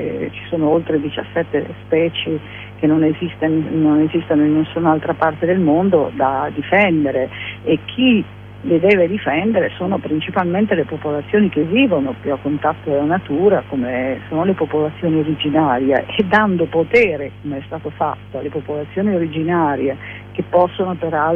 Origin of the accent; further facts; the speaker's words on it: Liguria, Italy; io sono della Liguria, del Ponente Ligure, quindi ce l'abbiamo lì invece per costruzioni, per follie edilizie, dei ricchi che vogliono mettersi nei posti dove si vede di più, insomma quello che sappiamo dalle nostre parti.